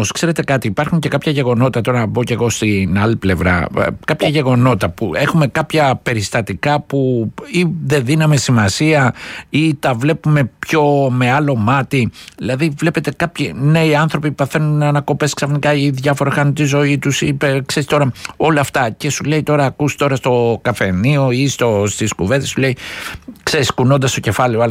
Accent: Greece; ως Έλληνες

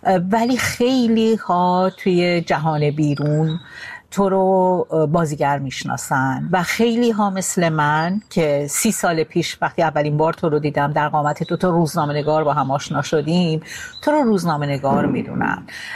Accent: Iran; now in Germany; من 19 سال پیش از ایران اومدم بیرون.

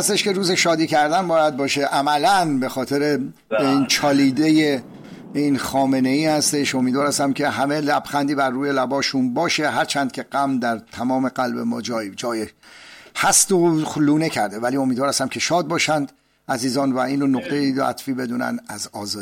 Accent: southern Iran, Iran; ما بچه‌های جنوبیم.

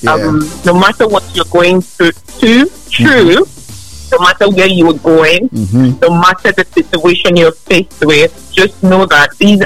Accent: Kogi, Nigeria; I'm from Kogi.

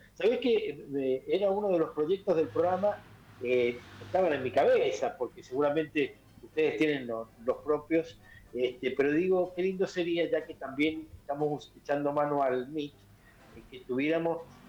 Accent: Mendoza, Argentina; Me faltó la S final porque soy mendocino.

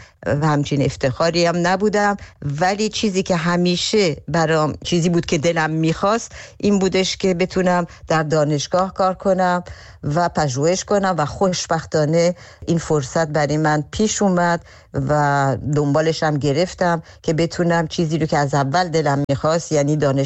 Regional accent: Iran; moved away as an adult; now in Belgium; اولا از اینکه من تمام بچگیمو در ایران گذروندم، دبستان، دبیرستانمو در ایران بودم، بعد برای دانشگاه به بلژیک اومدم و بعدش هم به انقلاب رسید و من در بلژیک موندم.

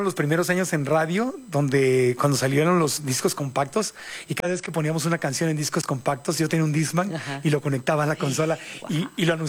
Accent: Mexico; somos los mexicanos

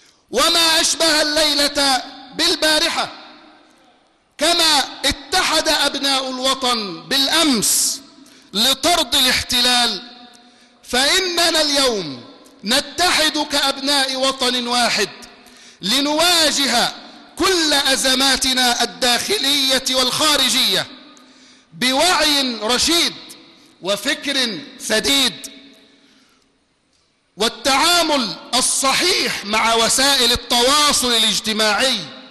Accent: Egypt; إني كإنسان مصري

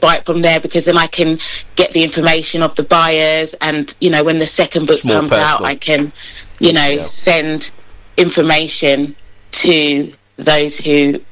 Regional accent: Croydon, London, United Kingdom; I come from Croydon

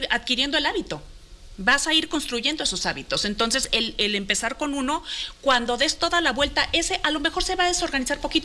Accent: Sonora, Mexico; La norteña, a final de cuentas norteña. Ajá. Soy de Sonora.

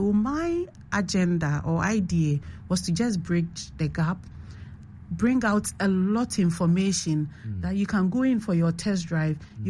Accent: Ghana; You know, growing up in Ghana, the average Ghanaian boy or girl cannot walk into a garage or an automobile company requesting for a test drive

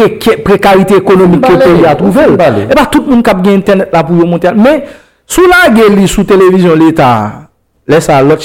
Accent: Haiti; En tant que haïtien, en tant que monde qui fait analyse Kenson

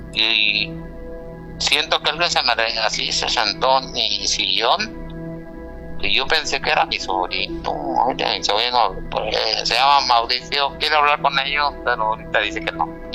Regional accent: Guanajuato, Mexico; now in Chicago, United States; Bueno, yo soy de Guanajuato, pero ahorita me dedico en Chicago

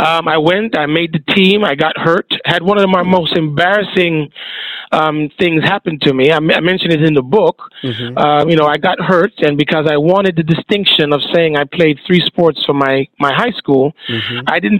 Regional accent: Jamaica; moved away; growing up in Jamaica

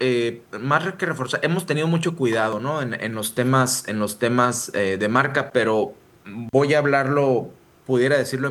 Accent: Mexico; somos mexicanos 100%. Estudiados en México

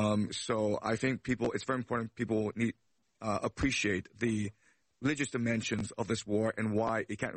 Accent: Toronto, Ontario, Canada; moved away as an adult; now in China; Yeah, so I was born in China, but when I was 6, we went over to Toronto. That's where I grew up. I studied at Yale College, English Literature, and then I went back to China to work in education.

